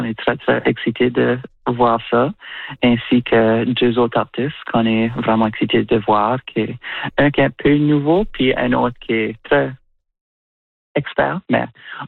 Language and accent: French; New Brunswick, Canada; now in Prince Edward Island, Canada; Moi, originalement, je viens du Nouveau-Brunswick